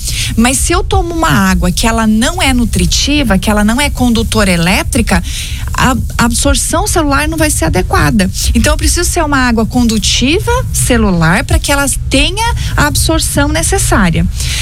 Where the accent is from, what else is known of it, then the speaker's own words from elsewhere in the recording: Rio Grande do Sul, Brazil; eu que sou gaúcha